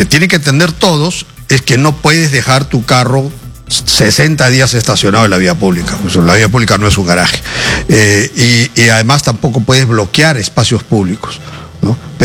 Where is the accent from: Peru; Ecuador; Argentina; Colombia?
Peru; Tú sabes cómo somos los peruanos